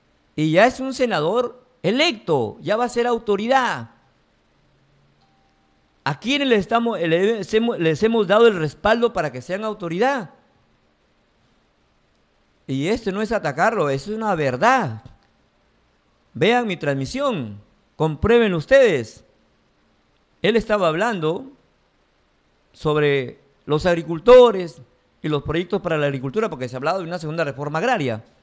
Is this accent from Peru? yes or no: yes; Peru; Como peruanos, como ciudadanos, como padre de familia